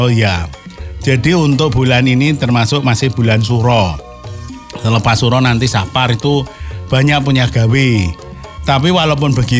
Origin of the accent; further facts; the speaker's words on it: Purworejo, Central Java, Indonesia; di tempat saya, di kampung saya, di Purworejo